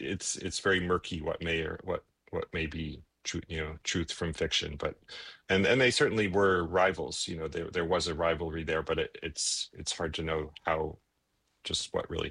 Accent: Colorado, United States; now in New York, United States; Yeah, I'm from Colorado.

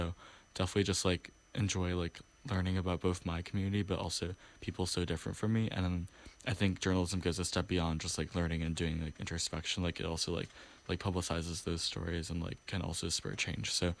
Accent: New York City, New York, United States; I grew up in New York City's Chinatown

